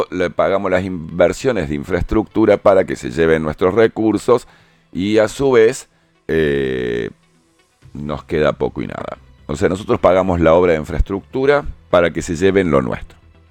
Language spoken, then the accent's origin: Spanish; Argentina; somos climáticos los argentinos